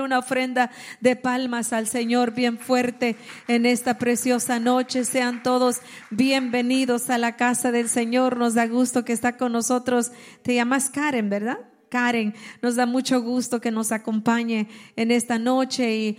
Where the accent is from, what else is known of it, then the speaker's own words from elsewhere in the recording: El Salvador; yo soy del campo, nací en la República de El Salvador y nací en el campo.